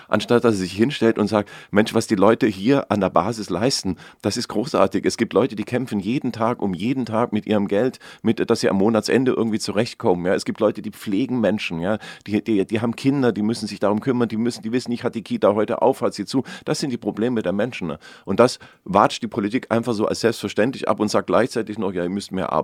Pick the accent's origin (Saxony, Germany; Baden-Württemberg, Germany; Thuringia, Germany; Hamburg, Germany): Baden-Württemberg, Germany; now in Cologne, Germany; Ich bin Süddeutscher aus Schwaben, ich wohne jetzt in Köln.